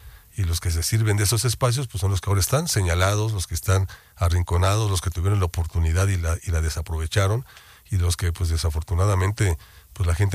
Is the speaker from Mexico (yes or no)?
yes; Mexico; nos hermana como mexicanos